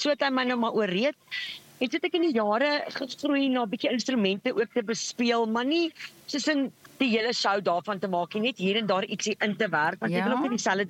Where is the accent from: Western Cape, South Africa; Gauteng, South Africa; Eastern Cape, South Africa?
Western Cape, South Africa; ek kom uit die Kaap uit, so nou moet julle weet, ek het groot geword op die sokkiebane, en op die saalsikkies